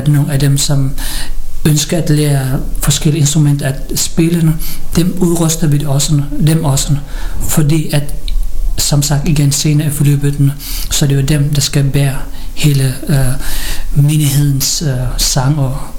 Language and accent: Danish; Philippines; now in Denmark; hun mener, at vi som filippiner er meget glade folkefærdende, er smilende og ja.